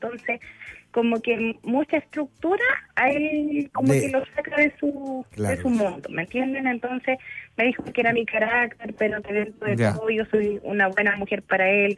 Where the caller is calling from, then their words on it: Pudahuel, Santiago Metropolitan Region, Chile; Bueno, yo lo estoy llamando de Pudahuel.